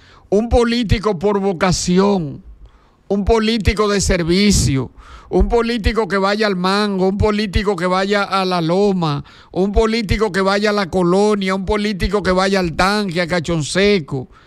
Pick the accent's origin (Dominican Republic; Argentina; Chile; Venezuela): Dominican Republic; en buen llano y en buen dominicano.